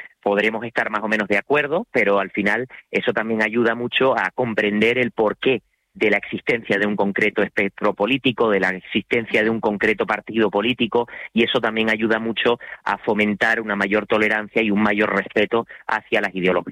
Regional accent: Canary Islands, Spain

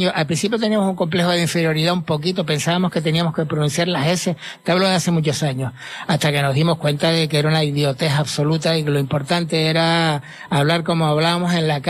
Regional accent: Canary Islands, Spain; accent: Canarian

